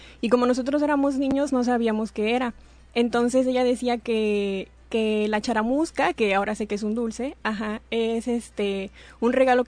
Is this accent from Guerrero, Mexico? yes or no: yes; San Marcos, Guerrero, Mexico; now in Acapulco, Mexico; Sí, nací allá y tuve mi infancia allá igual, en San Marcos.